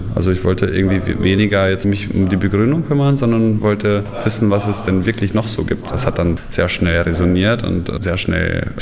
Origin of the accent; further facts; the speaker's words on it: Bavaria, Germany; Ich komme ja aus Bayern, aus einem Dorf.